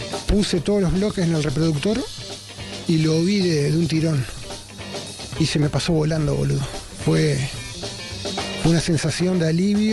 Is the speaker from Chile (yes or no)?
no; Uruguay; soy uruguayo, estoy viajando en bicicleta